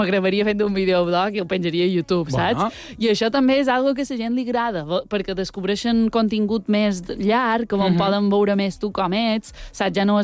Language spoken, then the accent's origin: Catalan; Petra, Balearic Islands, Spain; Mira que sóc de Petra i la verbena de Petra és bona.